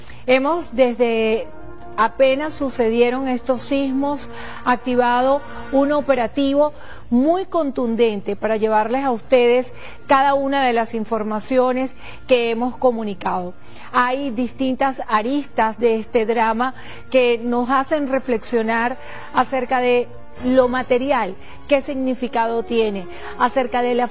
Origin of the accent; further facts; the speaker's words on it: Venezuela; hemos sembrado como venezolanos en todo el mundo